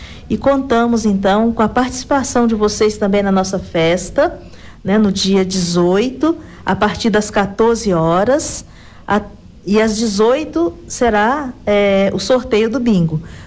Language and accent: Portuguese; Minas Gerais, Brazil; nós somos mineiros